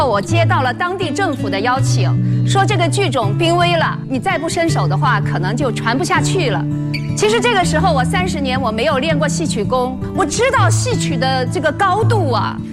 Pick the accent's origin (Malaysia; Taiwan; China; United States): China; Wuning, Jiangxi; 1993年的时候我们国有的武宁县采茶剧团就拆散了，我是当时的一个主角，属于青衣。